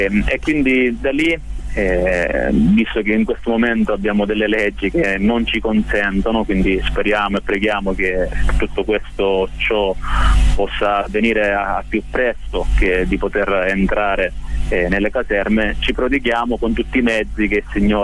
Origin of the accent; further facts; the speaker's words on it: Acireale, Sicily, Italy; now in Udine, Italy; Io sono originario di Acireale, sì, e faccio parte, come appena detto, di una famiglia cristiana evangelica.